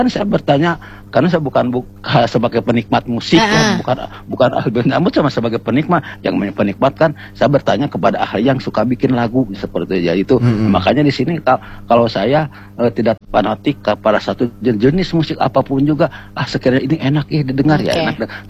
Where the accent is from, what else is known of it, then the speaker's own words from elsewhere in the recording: West Java, Indonesia; kalau Sunda daerah saya sendiri kan